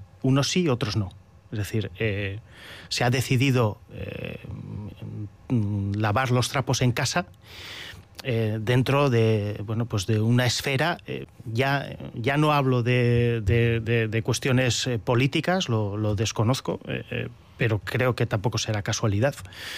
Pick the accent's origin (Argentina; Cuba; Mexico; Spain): Spain; Rentería, Basque Country; mi municipio, de donde soy yo, que soy de Rentería